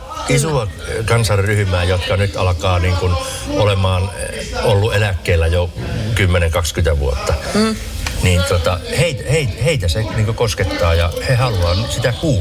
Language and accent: Finnish; Tampere, Pirkanmaa, Finland; Mä oon Tampereelta.